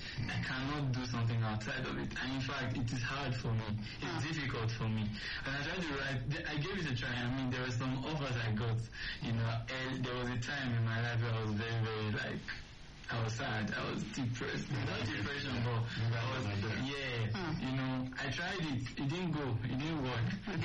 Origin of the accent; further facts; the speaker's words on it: Okene, Kogi, Nigeria; I'm from Kogi State, Okene in particular.